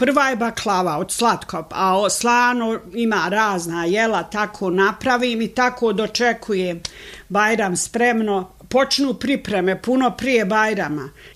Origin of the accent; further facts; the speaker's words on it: Vogošća, Federation of Bosnia and Herzegovina, Bosnia & Herzegovina; Onda sam se, kad sam se udala, ja sam inače i rodom iz Vogošće, a u Vogošći ovdje sam se i udata.